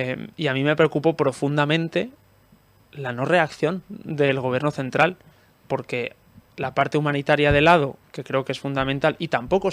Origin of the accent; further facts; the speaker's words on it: Spain; A mí eso, como ciudadano español que le preocupa mi soberanía nacional, me dejó profundamente inquieto.